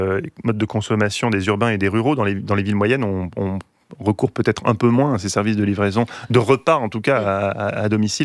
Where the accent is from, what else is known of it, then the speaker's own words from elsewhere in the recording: France; Est-ce que vous savez que chez nous, en France, pays des mille fromages